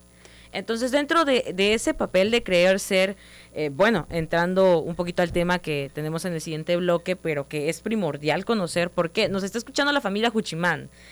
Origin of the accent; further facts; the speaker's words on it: Nacajuca, Tabasco, Mexico; que somos de Nacajuca, orgullosamente de Nacajuca.